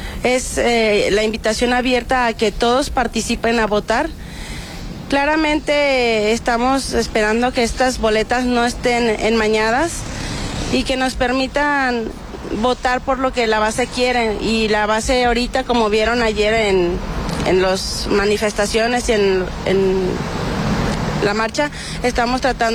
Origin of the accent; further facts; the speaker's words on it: Torreón, Coahuila, Mexico; yo soy de Torreón, Coahuila, y decidí quedarme todavía